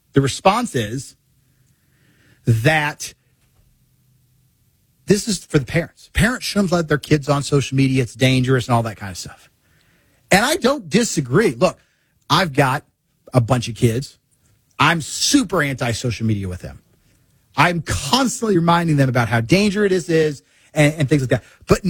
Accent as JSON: {"language": "English", "region": "Missouri", "country": "United States", "said": "I'm from Missouri."}